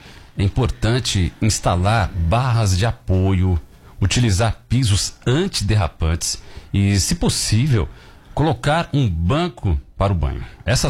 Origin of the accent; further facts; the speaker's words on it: São Bernardo do Campo, São Paulo, Brazil; born there; É, sou bernardense, nasci lá, não moro lá, moro próximo, né? Uma cidade maravilhosa.